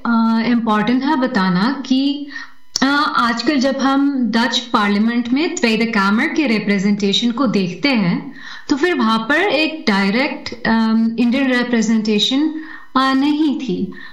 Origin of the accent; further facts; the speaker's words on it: Netherlands; मैं यहाँ पर नेदरलैंड्स में, जैसे आपने बताए हो, पैदा हुई हूँ। मेरे माता पिता भारत से हैं और यहाँ पर पली बड़ी हुई हूँ, और घर पे तो हम दो भाषा बोलते थे, एक्चुअली तीन भाषा बोलते थे, हिंदी, डच और इंग्लिश।